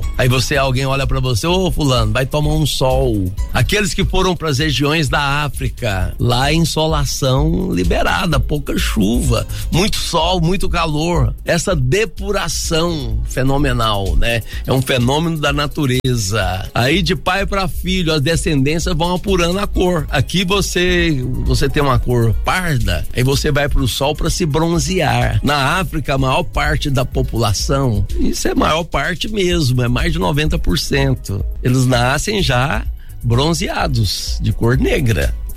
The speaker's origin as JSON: {"language": "Portuguese", "country": "Brazil"}